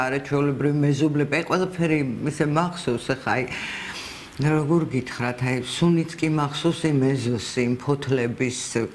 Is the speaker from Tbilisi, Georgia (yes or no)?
yes; Tbilisi, Georgia; მაგრამ ჩემ ბავშვობაში ესე იყო და ჩემი პირველი აღქმა ამიტომ თბილისის იყო აი ეს ფანჯრიდან დანახული ეს მოედანი.